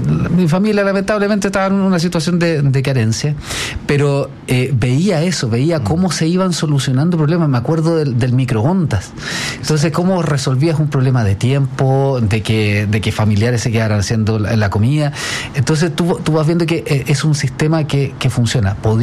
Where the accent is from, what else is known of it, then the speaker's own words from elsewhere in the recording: Santiago, Santiago Metropolitan Region, Chile; yo soy nacido y criado en la Estación Central. Entonces me tocó vivir desde 1983